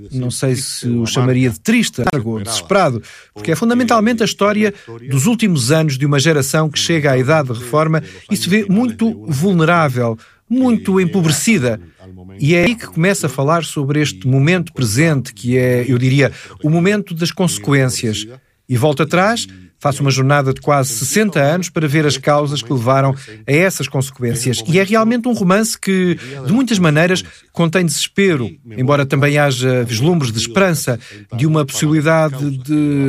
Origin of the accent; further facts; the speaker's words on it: Havana, Cuba; E mais do que apenas de Havana, sou um escritor de um bairro de Havana chamado Mantilla, onde nasci e onde ainda moro.